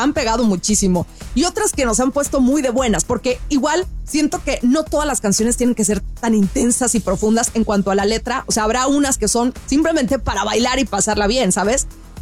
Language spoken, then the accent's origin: Spanish; Sinaloa, Mexico; el orgullo sinaloense en mi tierrita santa